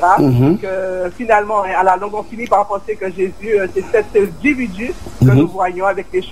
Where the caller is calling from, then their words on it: French Guiana; je vous appelle de la Guyane.